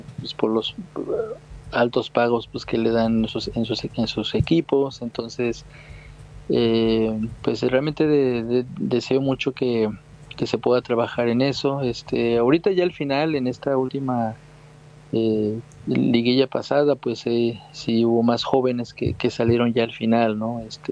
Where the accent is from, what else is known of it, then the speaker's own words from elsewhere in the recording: Mexico; Obviamente, pues como mexicano quiero que siempre le vaya bien a México, ¿verdad?